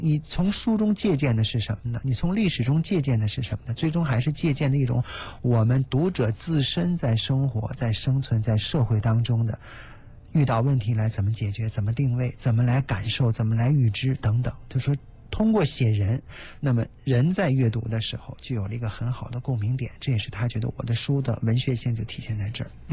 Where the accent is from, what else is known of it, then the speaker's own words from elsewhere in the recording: China; 作为一个中国人来讲